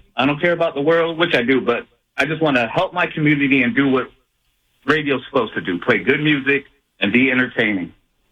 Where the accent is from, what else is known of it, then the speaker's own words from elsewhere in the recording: Florida, United States; Howard Stern, Limbaugh, I'm from Palm Beach County.